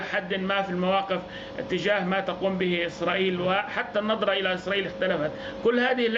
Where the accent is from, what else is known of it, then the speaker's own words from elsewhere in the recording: Palestine; هناك لدينا مشكلة كفلسطينيين للأسف في الطرح الرسمي للموقف الفلسطيني